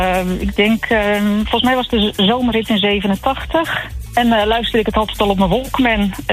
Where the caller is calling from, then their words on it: Meerkerk, South Holland, Netherlands; Meerkerk.